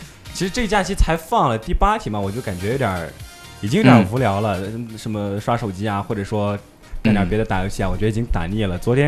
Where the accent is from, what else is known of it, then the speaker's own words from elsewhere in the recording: Xinjiang, China; now in Urumqi, China; 对，是维吾尔族。